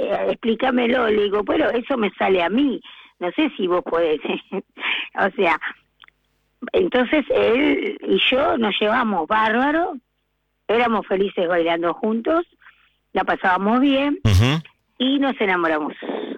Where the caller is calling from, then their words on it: Buenos Aires, Argentina; de Balvanera